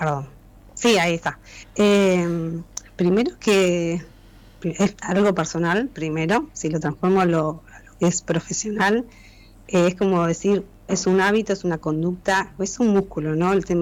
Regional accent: Wilde, Buenos Aires Province, Argentina; Soy de zona sur, Wilde.

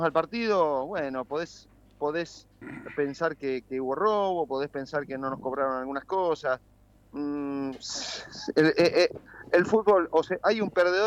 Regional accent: Argentina; moved away; Como decimos nosotros allá en Argentina.

